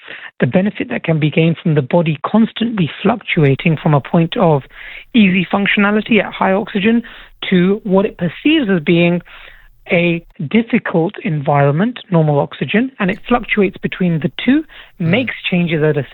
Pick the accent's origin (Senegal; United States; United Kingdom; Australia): United Kingdom; England; moved away; I'm from England